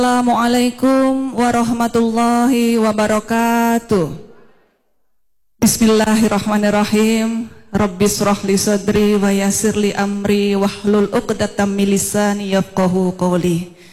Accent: Malang, East Java, Indonesia; moved away as an adult; now in West Sumatra, Indonesia; sarjana psikologi psikolog. Saya lahir dan besar di Kota Malang, Jawa Timur, lebih kurang 49 tahun yang lalu, Bu. Dan lebih dari separuh umur saya sudah berada di tanah ranah Minang.

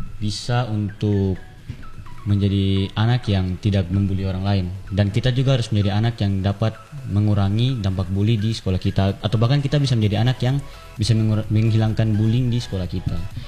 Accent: Papua, Indonesia; Terus ini dari daerah kita, dari Papua menuju ke Jawa, itu menurut saya adalah first experience yang memang sangat-sangat tidak akan saya lupakan.

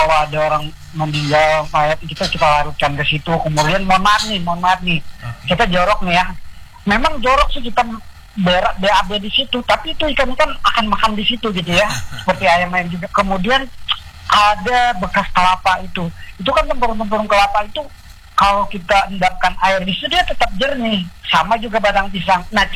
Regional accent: East Kalimantan, Indonesia; ketika saya masih kecil, saya memang lahir di Seisrata itu.

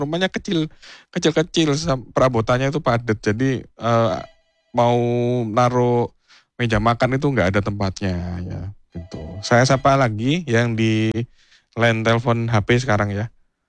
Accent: Surabaya, East Java, Indonesia; Aku saya aja yang asli Surabaya

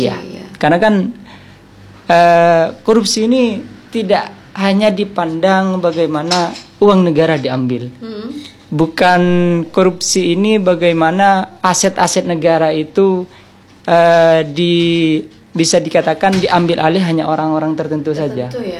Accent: East Java, Indonesia; sebagai mahasiswa khususnya di Kabupaten Sampang, ini kami kan putra daerah

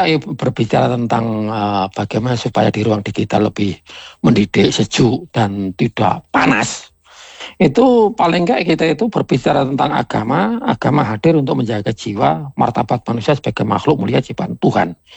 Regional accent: Indonesia; kesadaran kita sebagai orang bangsa Indonesia yang banyak beragam, mulai dari suku, agama dan lain sebagainya

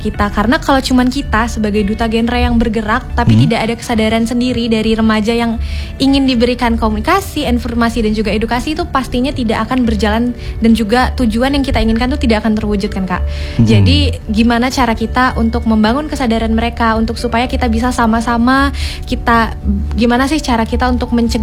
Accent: Lampung, Indonesia; moved away; Aku di Kabupaten Lampung Barat.

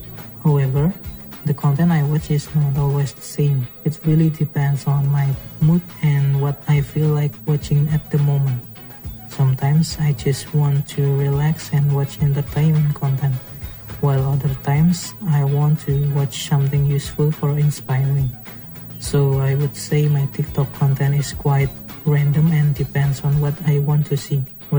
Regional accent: Boyolali, Central Java, Indonesia; English is a second language; Hello, teman kedua. … I'm from Boyolali.

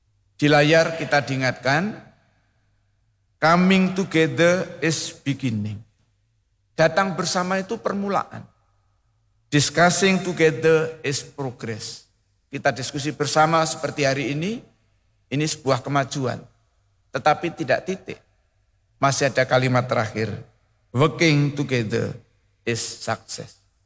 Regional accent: Java, Indonesia; Bapak Ibu, bagi kita orang Jawa, kita sudah sangat familiar dengan sapu lidi.

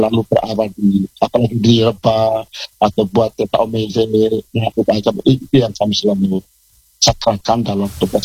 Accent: Bajawa, East Nusa Tenggara, Indonesia; asal usul kami orang Ngada khususnya Bejawa.

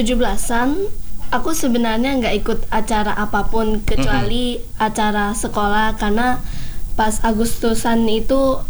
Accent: Medan, North Sumatra, Indonesia; Aslinya Medan

